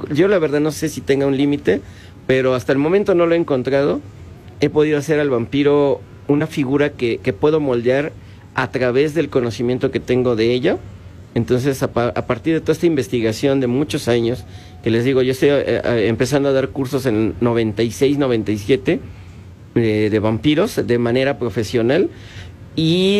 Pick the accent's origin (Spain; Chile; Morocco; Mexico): Mexico; Soy el autor mexicano con más libros sobre el tema de vampiros publicados.